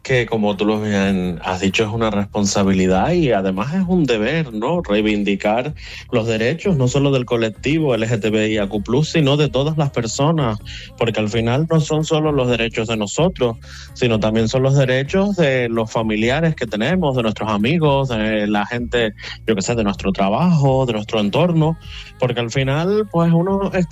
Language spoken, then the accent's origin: Spanish; Canary Islands, Spain; desde aquí, desde las islas, pues ultraperiféricas que somos Canarias